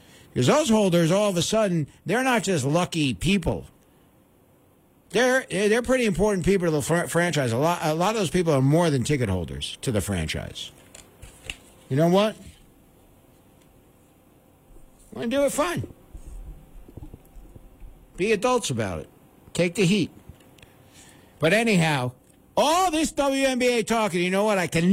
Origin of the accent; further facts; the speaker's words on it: New York City, New York, United States; I grew up in Queens